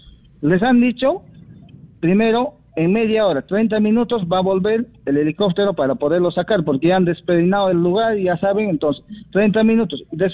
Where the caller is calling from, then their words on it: Quillabamba, Cusco, Peru; nosotros somos de Quillabamba